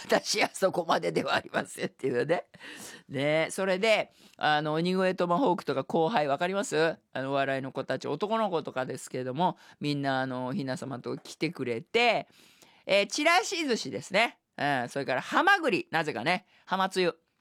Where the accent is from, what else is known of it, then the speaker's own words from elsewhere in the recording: Tokyo, Japan; 私下町東京の出身なもんですから、お相撲さんのお部屋、相撲部屋がいっぱいあるんですよ。